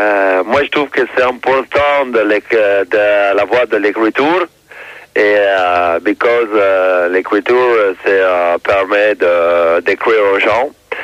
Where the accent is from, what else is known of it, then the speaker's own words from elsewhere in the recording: London, United Kingdom; French is a second language; Je parle un peu français, je suis de Londres